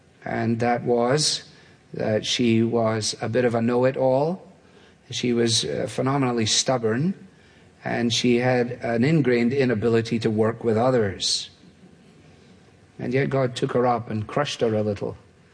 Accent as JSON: {"language": "English", "region": "Scotland", "country": "United Kingdom", "said": "As a Scotsman, it appeals to me. Anything for free is absolutely terrific."}